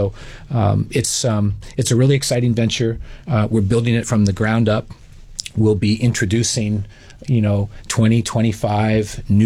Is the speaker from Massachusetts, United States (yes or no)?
yes; Boston, Massachusetts, United States; I grew up in the Boston area